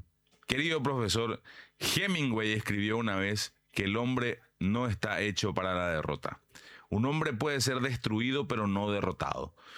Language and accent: Spanish; Paraguay; sos paraguayo por el mero hecho de ser paraguayo